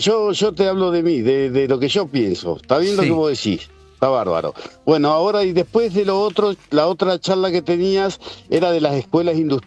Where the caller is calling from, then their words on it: Cutral Có, Neuquén, Argentina; Soy de acá de Cutralcó, Neuquén, estoy trabajando acá a 20 kilómetros de Vaca Muerta.